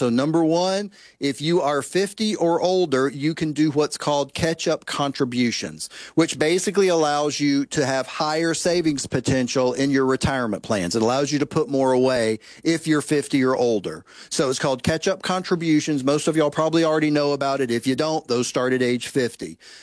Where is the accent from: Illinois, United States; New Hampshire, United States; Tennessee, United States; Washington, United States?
Tennessee, United States; here in my home state of Tennessee